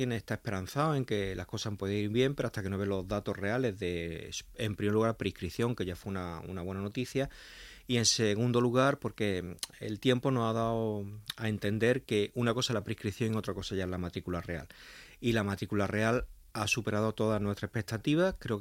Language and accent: Spanish; Melilla, Spain; todos los que somos de Melilla creemos muchísimo en nuestra ciudad